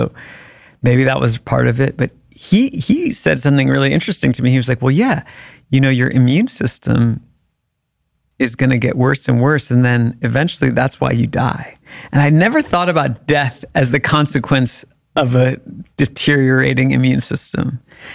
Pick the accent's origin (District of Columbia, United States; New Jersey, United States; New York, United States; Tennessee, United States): District of Columbia, United States; Washington; because I was growing up in Washington, D.C., where you kind of can't tune that stuff out.